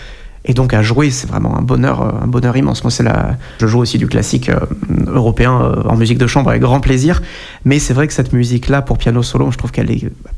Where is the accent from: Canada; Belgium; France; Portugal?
France; Martinique; Parce que j'ai grandi en Martinique